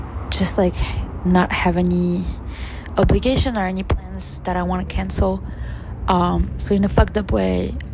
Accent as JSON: {"language": "French", "country": "Morocco", "said": "Je ne crois pas aux fantômes, mais je suis marocaine, donc je crois aux esprits."}